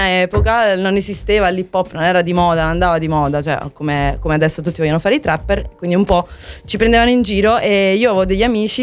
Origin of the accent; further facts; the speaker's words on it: Caivano, Campania, Italy; sono originaria di Caivano